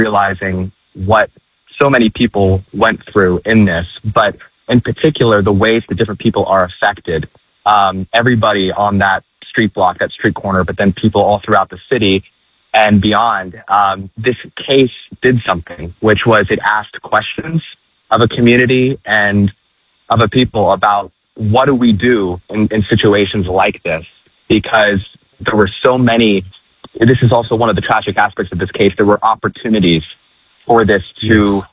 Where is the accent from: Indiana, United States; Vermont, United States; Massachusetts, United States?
Indiana, United States; Indianapolis; Well, of course, I'm born and raised in the Indianapolis area, so I grew up hearing about the story